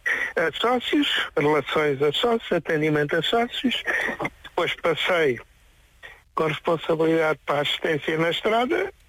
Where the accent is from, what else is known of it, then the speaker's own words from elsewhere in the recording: Vila Viçosa, Alentejo, Portugal; also born or lived in Borba / Lisbon; now in Sobral do Campo, Portugal; Nasci em Borba e fui criada em Vila Viçosa, duas digníficas terras.